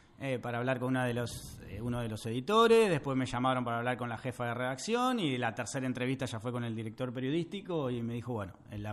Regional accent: Francisco Madero, Buenos Aires Province, Argentina; moved away as an adult; also born or lived in La Plata; soy un chico de pueblo que un día quiso volar, por así decirlo. Nací y me crié en Francisco Madero, acá nomás, a 20 kilómetros, y bueno, después me fui a estudiar a La Plata, me fui a estudiar periodismo a la Facu de allá.

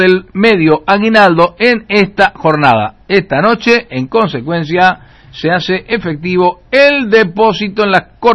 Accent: Argentina; Hoy somos todos de Argentina

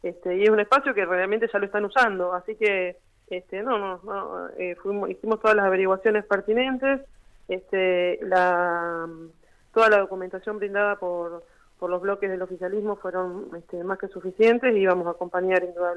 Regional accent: Ramallo, Buenos Aires Province, Argentina; somos todos de Ramallo, todos conocidos

